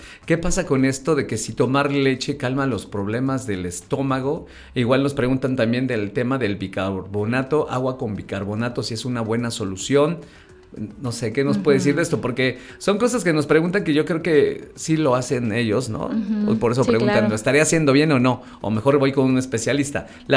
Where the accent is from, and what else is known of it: Mexico